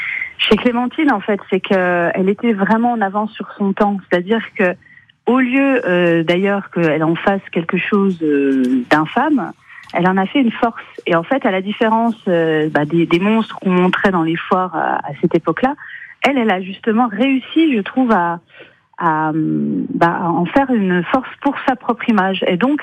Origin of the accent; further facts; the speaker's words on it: Thaon-les-Vosges, Grand Est, France; also born or lived in Épinal; Oui, tout à fait, je suis née à Épinal, mais j'ai grandi à Thaon et j'y vis toujours.